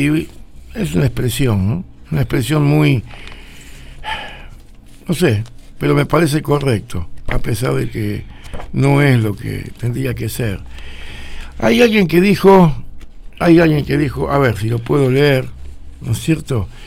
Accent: Argentina; pero nos siguen faltando respeto como país, como argentinos

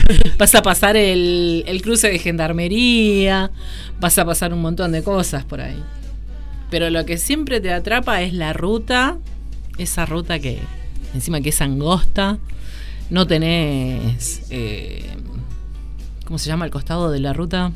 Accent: Pichanal, Salta, Argentina; born there; now in General Rodríguez, Argentina; Pichanal es el pueblo donde yo nací. Es justo una localidad. Una localidad en la que se cruzan dos rutas.

